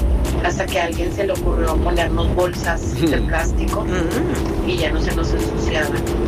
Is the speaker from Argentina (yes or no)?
no; Doctor González, Nuevo León, Mexico; Nosotros nos criamos en Doctor González, Nuevo León.